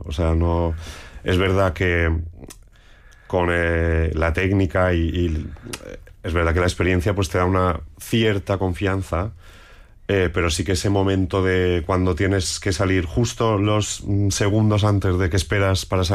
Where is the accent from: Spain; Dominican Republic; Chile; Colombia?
Spain; Balearic Islands; moved away as an adult; now in Madrid, Spain; porque yo me fui de Mallorca, pues hará unos 25 años, sí, más o menos, sí, o alguno más. Y, o sea, ya llevo más tiempo fuera que en casa.